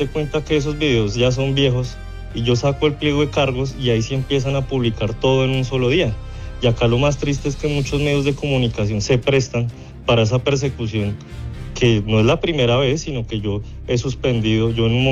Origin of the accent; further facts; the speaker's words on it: Bogotá, Colombia; now in Ibagué, Colombia; Y pues la verdad, yo te cuento, yo no soy de Ibagué, yo soy de Bogotá.